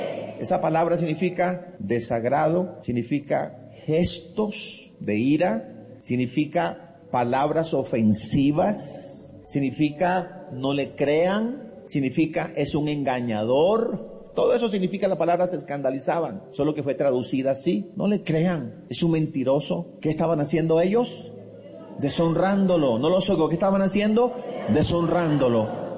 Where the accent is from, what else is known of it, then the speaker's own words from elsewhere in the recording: Colombia; Esa es mi tierra, Colombia.